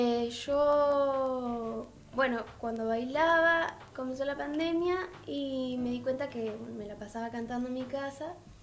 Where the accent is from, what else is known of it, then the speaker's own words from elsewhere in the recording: Río Gallegos, Santa Cruz, Argentina; tengo 17 años, soy de acá de Río Gallegos, Santa Cruz.